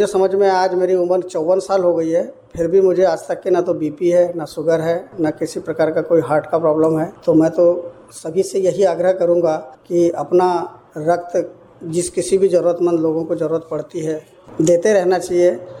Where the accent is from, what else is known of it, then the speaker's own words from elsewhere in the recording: Balaghat, Madhya Pradesh, India; मैं बालाघाट का ही रहने वाला हूँ।